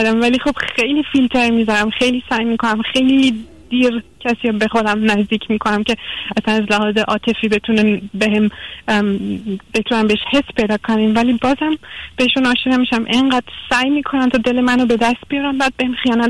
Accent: Iran; moved away; نه من ایرانی هستم ولی خب خیلی سال از ایران دورم بخاطر همین کمی لهجه‌ام به همه خب کشور بخاطر

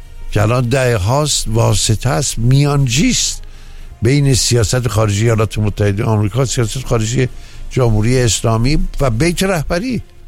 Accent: Iran; ما که ایرانی هستیم و خوب ایران رو میشناسیم،

